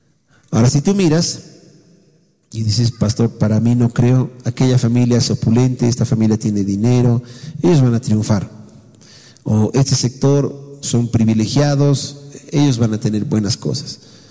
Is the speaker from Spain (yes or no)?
no; Bolivia; la mayoría de los que estamos aquí somos bolivianos.